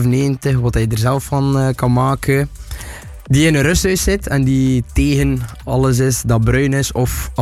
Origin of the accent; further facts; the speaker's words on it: Flanders, Belgium; accent: West Flemish